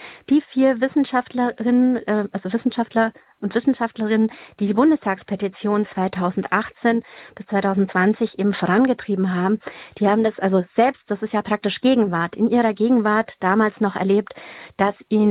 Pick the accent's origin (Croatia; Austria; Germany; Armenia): Germany; Bavaria; ich bin ja aus Bayern